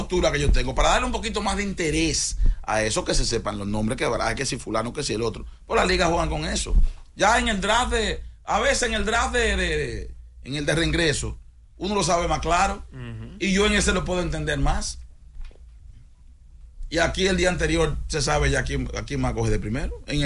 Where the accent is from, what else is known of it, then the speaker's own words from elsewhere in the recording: Dominican Republic; nosotros, como República Dominicana y Latinoamérica